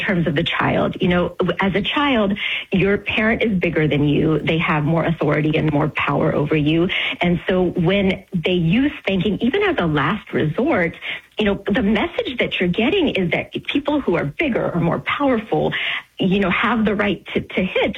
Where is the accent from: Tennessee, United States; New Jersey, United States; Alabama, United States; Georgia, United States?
Tennessee, United States; born or raised there